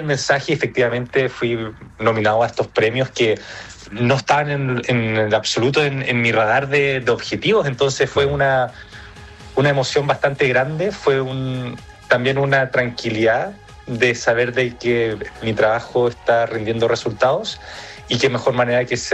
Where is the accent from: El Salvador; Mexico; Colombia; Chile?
Chile; also born or lived in United States; nací en Estados Unidos, pasé mis primeros años allá, pero ya. Mi familia es chilena, yo soy chileno, todo ya. Mi... entorno chileno, así que más chileno que los porotos imposible, solamente nací allá.